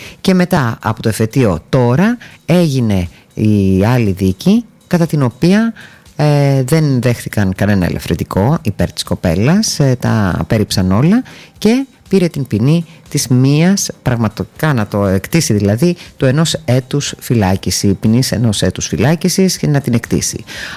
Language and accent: Greek; Volos, Thessaly, Greece; Τι θα γίνει με την πόλη μου?